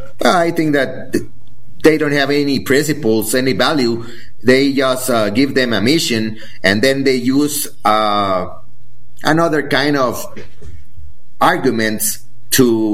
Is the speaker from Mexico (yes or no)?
yes; Mexico; English is a second language; So you know that we are from Mexico. We don't have that kind of money in the accounts.